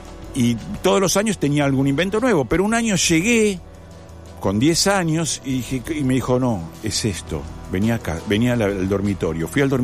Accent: Buenos Aires, Argentina; born there; also born or lived in Rosario; Yo soy rosarino. Nací en Rosario, por accidente y por no, porque en realidad mi vieja es de Rosario, mi viejo es porteño, se enamoró mi viejo, se fue a vivir a Rosario y ahí nacimos. Después nos volvimos a Buenos Aires

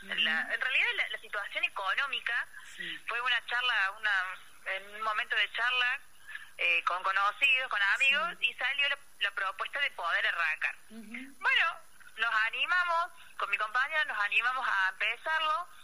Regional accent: Los Talas, Córdoba, Argentina; somos de Los Talas

